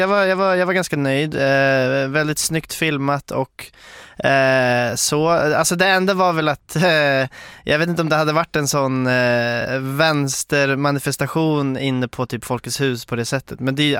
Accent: Stockholm, Stockholm County, Sweden; jag växte upp i Rinkeby, jag bodde där i 25 år

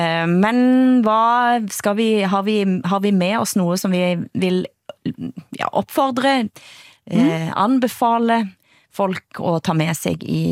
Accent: Erfjord, Rogaland, Norway; moved away; där jag växte upp i Erfjord

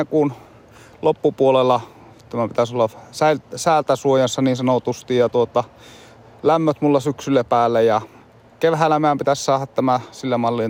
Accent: Torne Valley, Lapland, Finland; moved away; olen täältä Tornionjokilaaksosta olen kotoisin, niin nyt pitkän aikaan niin olen tullut tänne takaisin

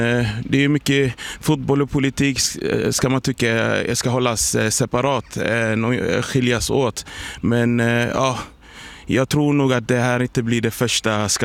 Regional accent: Somalia; Som somalier blir jag både ledsen och besviken över det som hände Omar Artan.

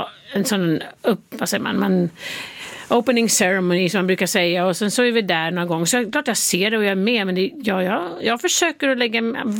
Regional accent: Sweden; now in United States

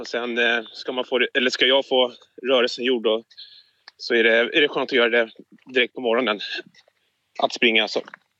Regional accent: Sollentuna, Stockholm County, Sweden; Jag kommer från Sollentuna också

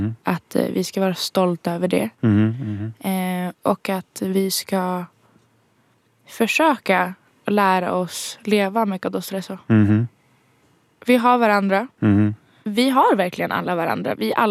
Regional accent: Poland; Och inte säga att jag är från Polen.

